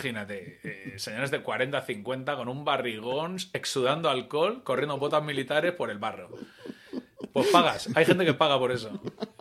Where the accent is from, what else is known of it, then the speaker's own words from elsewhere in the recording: Vegadeo, Asturias, Spain; está a 30 kilómetros casos de mi pueblo de Asturias, de Vegadeo